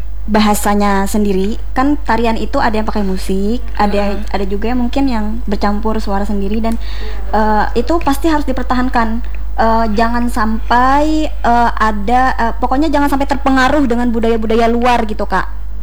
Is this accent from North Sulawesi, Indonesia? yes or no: no; Banjar, South Kalimantan, Indonesia; Banjar sih, Kak, Banjar asli murni.